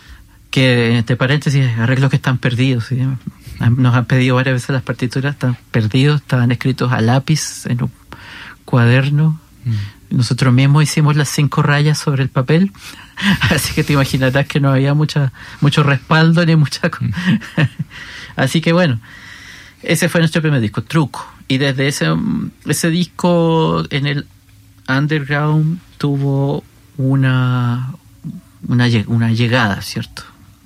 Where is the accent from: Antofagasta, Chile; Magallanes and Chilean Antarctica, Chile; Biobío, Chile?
Magallanes and Chilean Antarctica, Chile; hay aficionados al truco en Magallanes, en la Patagonia, donde yo soy.